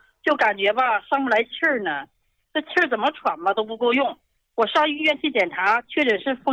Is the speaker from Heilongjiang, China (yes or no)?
yes; Harbin, Heilongjiang, China; 我家是黑龙江哈尔滨的